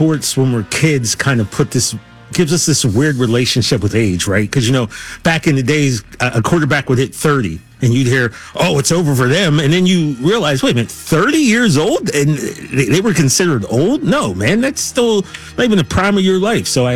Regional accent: Pennsylvania, United States; My whole life. I'm from Pennsylvania.

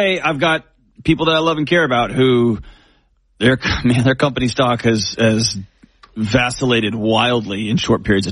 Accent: Houston, Texas, United States; I grew up in Houston and had friends and family that worked at Enron.

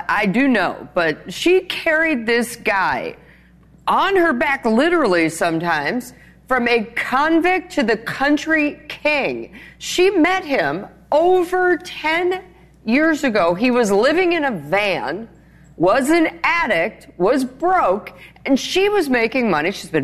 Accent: Cincinnati, Ohio, United States; I am from Ohio.

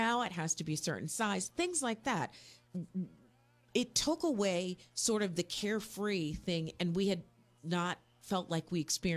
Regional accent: Frederick, Maryland, United States; I was working in my hometown of Frederick, Maryland.

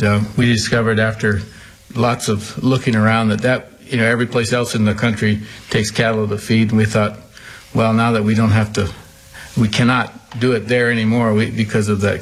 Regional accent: Hawaii, United States; I was born and raised in Hawaii. My grandfather got there in 1910 as a school teacher.

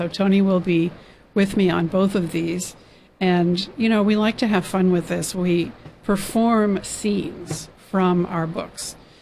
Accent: Tokyo, Japan; born or raised there; also born or lived in New York / Los Angeles

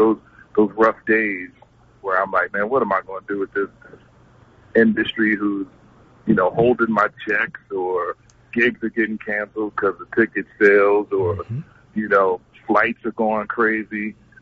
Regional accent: Trenton, New Jersey, United States; growing up in Trenton

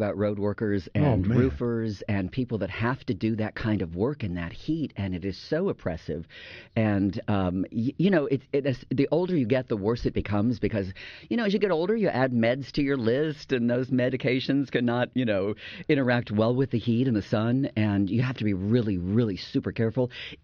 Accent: Indiana, United States; now in Mississippi, United States; I grew up in Indiana, and so my sisters are still up in that area

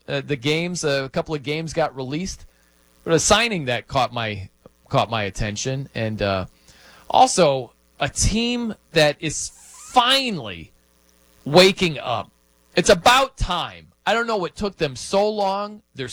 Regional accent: South Bend, Indiana, United States; because I'm from South Bend. I've loved Notre Dame football for my entire life.

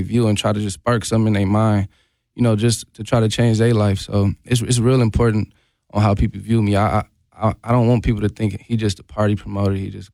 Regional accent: Milwaukee, Wisconsin, United States; also born or lived in California / Texas; I'm from Milwaukee. They're like, oh, I'm from Milwaukee. Or I know somebody from Milwaukee. So it was that was a dope experience. But I lived in California for a few years, lived in Texas for a few years. And then I've been back here for about 6 years now.

